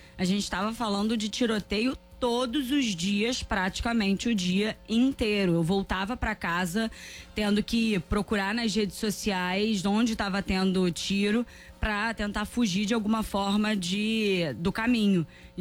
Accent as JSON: {"language": "Portuguese", "region": "Rio de Janeiro", "country": "Brazil", "tie": "born or raised there", "said": "porque morei a minha vida inteira em Jacarepaguá e na vida mais recente, já na vida adulta, ali no Anil."}